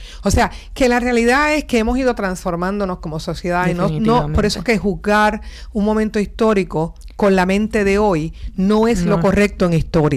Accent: Bayamón, Puerto Rico; Pero yo recuerdo de niña, ¿verdad? Me crié en Bayamón

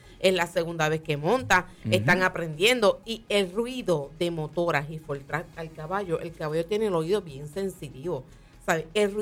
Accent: Fajardo, Puerto Rico; De verdad es bonito cuando tú visitas otros pueblos y le dices, yo soy de Fajardo. O sea, Fajardo viene siendo la esquina, ¿sabes? La esquina aquí, ¿sabes?

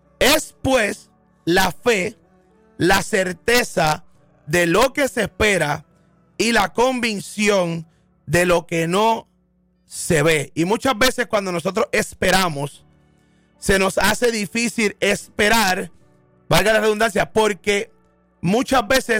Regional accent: Puerto Rico; Y yo entiendo que como puertorriqueños, como boricua que somos

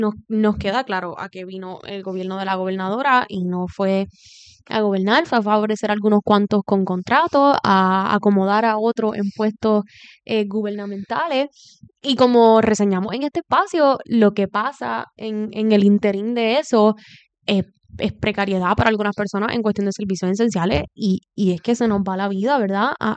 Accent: Puerto Rico; yo no quiero algo colgando en la pared que diga que yo soy puertorriqueña. Yo quiero un Puerto Rico libre, soberano, autónomo

